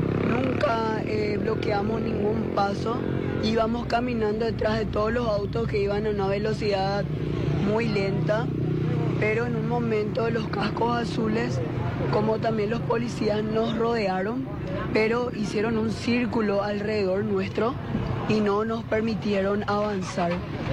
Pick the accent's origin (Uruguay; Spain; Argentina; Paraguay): Paraguay; todos tendríamos lo que merecemos como paraguayos.